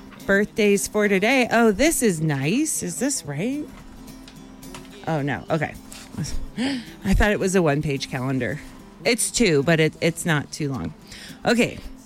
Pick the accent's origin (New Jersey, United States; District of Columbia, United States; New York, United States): New Jersey, United States; also born or lived in Georgia; I grew up in Jersey and I lived in Georgia, so I get it.